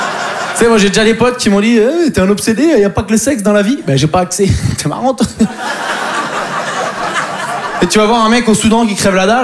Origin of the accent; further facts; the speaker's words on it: Poitiers, Nouvelle-Aquitaine, France; Mais moi, en plus, je viens de Poitiers, donc il faut s'occuper.